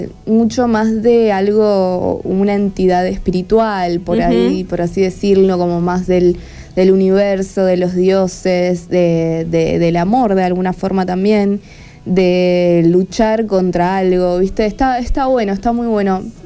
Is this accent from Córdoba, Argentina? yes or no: no; Comodoro Rivadavia, Chubut, Argentina; yo soy de Comodoro Rivadavia